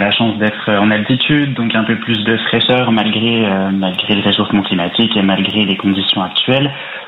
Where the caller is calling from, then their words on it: Bourgogne-Franche-Comté, France; Je vous appelle du Jura.